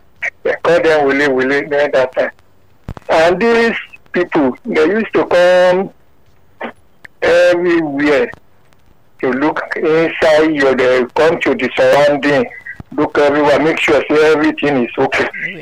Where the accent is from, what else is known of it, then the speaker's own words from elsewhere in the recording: Lagos, Nigeria; I grew up in Lagos Island.